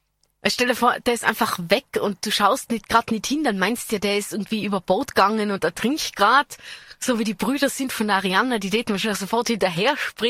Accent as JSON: {"language": "German", "country": "Austria", "said": "batschert, wie man bei uns in Österreich sagt"}